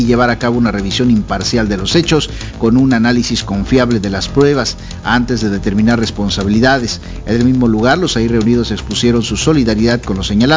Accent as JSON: {"language": "Spanish", "country": "Mexico"}